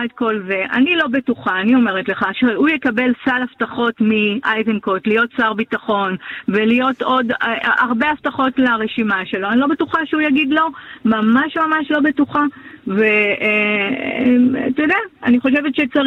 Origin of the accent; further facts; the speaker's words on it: Northern Israel, Israel; אני מגיעה מהצפון, אז אני מדברת מדם ליבי כאן